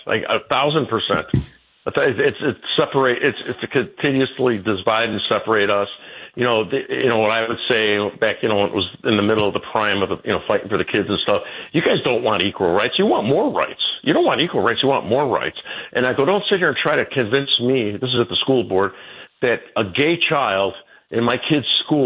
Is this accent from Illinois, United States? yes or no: yes; Hometown, Illinois, United States; southwest side of Chicago. I went to Oaklawn High School. You got Bridgeview, Oaklawn, and Hometown. I grew up in Hometown.